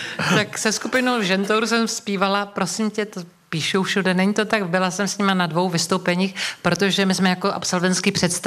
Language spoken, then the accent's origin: Czech; Frýdek-Místek, Moravian-Silesian Region, Czechia; born or raised there; moved away as an adult; also born or lived in Ostrava; now in Prague, Czechia